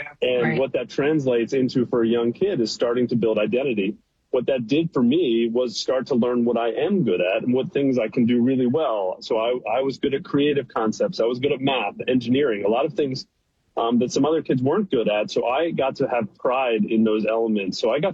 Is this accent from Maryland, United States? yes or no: yes; Baltimore, Maryland, United States; born or raised there; now in Philadelphia, United States